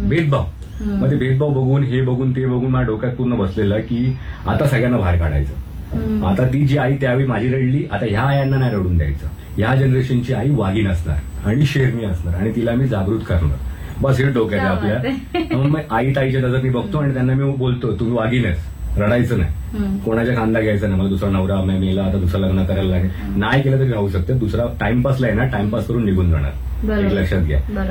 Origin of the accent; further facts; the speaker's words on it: Mumbai, Maharashtra, India; मी त्या तिथून त्या लालबागपासून आलोय, मी त्या एरियातनं असं आलोय